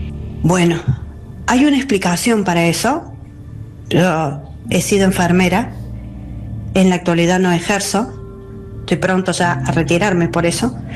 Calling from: Córdoba, Argentina; de Córdoba

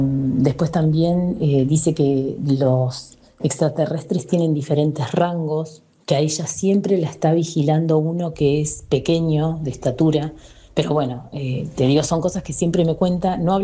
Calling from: Hurlingham, Buenos Aires Province, Argentina; Somos de Hurlingham, de zona oeste.

